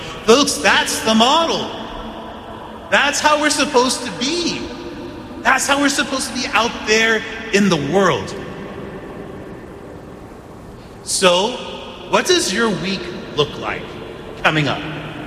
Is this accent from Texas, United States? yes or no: yes; Texas, United States; born or raised there